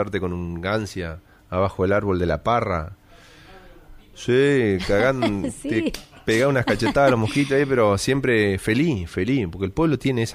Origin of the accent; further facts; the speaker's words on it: Gilbert, Entre Ríos, Argentina; moved away as an adult; now in Basavilbaso, Argentina; Y Gilbert es mi pueblo, es como un papá. Es el lugar donde nos criamos